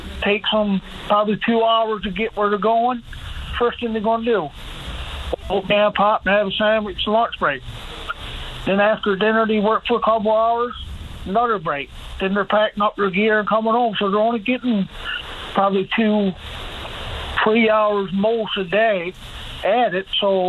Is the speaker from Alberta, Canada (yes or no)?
no; Burgeo, Newfoundland and Labrador, Canada; No, I'm in a corner, but I'm from Burgio.